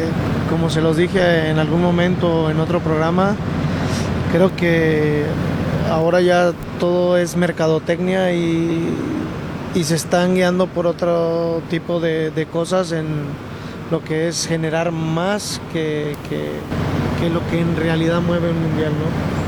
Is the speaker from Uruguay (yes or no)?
no; Mexico; como buen mexicano no perdemos esa esperanza porque somos mexicanos y porque estamos en nuestro país.